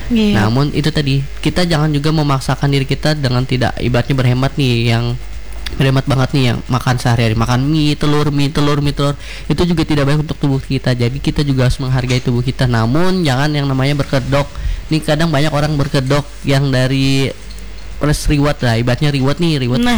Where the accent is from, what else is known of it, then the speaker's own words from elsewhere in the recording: Palangka Raya, Central Kalimantan, Indonesia; Ada beberapa dari daerah, namun kan saya juga dari Palangka.